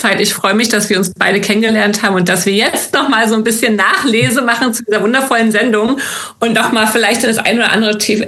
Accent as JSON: {"language": "German", "region": "East Germany", "country": "Germany", "tie": "born or raised there", "said": "Ja, ich bin ja ein DDR-Kind, also ich bin in der DDR groß geworden, auch zur Schule gegangen, zumindest bis zu meinem 14. Lebensjahr."}